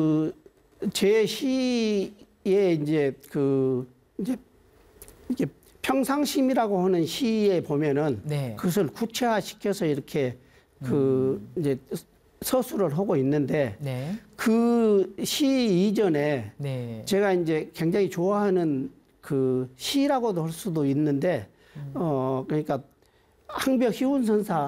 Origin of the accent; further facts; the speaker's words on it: Sinan County, South Jeolla, South Korea; 제 이제 그 고향이 전라남도 신안군에 있는 증도면이라고 바닷가 어촌마을이거든요. 그리고 이제 저희 집이 저희 어렸을 때에 그 고기 잡는 그런 배를 가지고 있었어요.